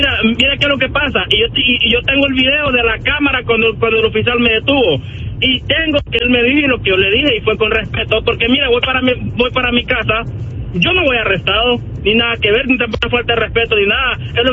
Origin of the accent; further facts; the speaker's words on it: Honduras; now in United States; Honduras.